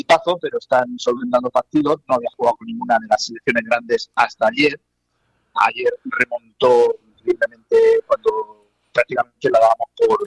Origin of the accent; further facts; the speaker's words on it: Spain; Hablando como español